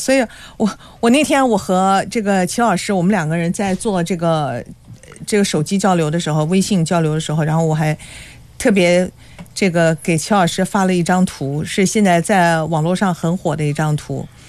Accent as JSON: {"language": "Chinese", "region": "Jiangsu", "country": "China", "said": "像我们就是江苏人啊，就是江苏人、苏南"}